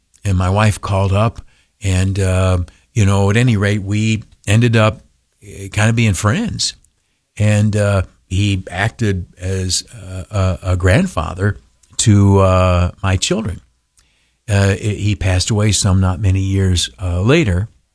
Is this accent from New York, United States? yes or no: yes; Canisteo, New York, United States; the little town where I grew up in the Southern Tier, beautiful Canastillo, New York.